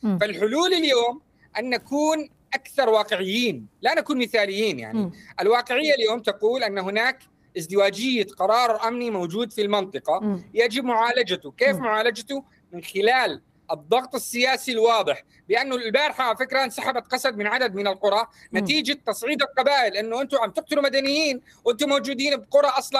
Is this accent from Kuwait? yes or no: no; Syria; وهاي قريتي على فكرة.